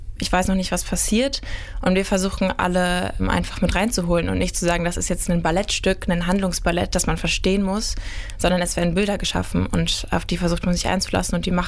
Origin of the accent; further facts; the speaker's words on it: Dresden, Saxony, Germany; now in Hildesheim, Germany; Ich komme ursprünglich aus Dresden, habe da ganz lange am Konservatorium trainiert und bin dann nach Hildesheim gekommen für Kulturwissenschaften fürs Studium.